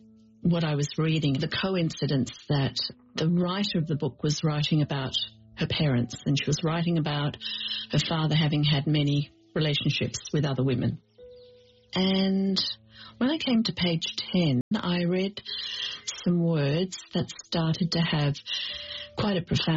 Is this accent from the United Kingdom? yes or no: yes; England, United Kingdom; born there; I was born in July 1950. I was born in England